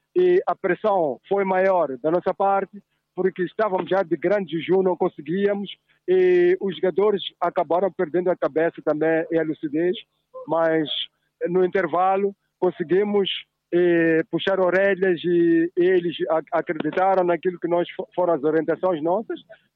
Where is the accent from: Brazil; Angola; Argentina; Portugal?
Portugal; Eu sou português.